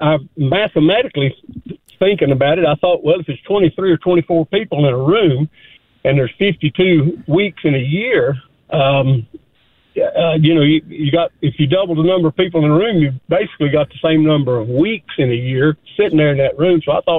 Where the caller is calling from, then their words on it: Connelly Springs, North Carolina, United States; The area I live in is called Conley Springs, which is, it's about halfway between Charlotte and Asheville on Interstate 40.